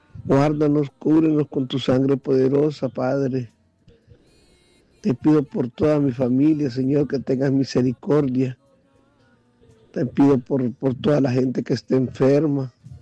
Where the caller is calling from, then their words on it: Honduras; de las Colinas del Carmen